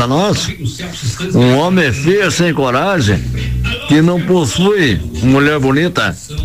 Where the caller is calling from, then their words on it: Curitiba, Paraná, Brazil; Eu sou de Curitiba lá